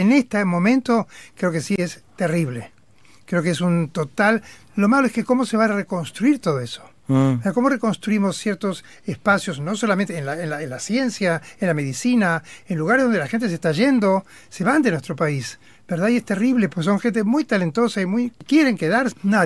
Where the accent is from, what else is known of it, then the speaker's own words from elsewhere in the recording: Argentina; porque somos argentinos.